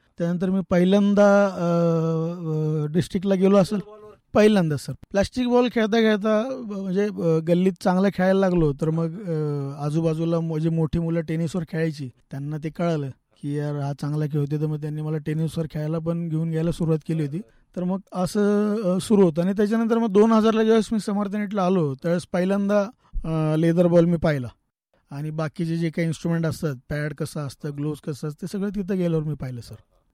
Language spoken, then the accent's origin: Marathi; Bhingar, Maharashtra, India; माझं बालपण भिंगारमध्ये गेलं, माळगल्लीमध्ये।